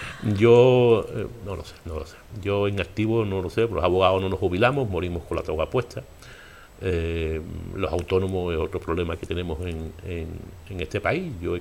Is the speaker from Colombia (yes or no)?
no; Spain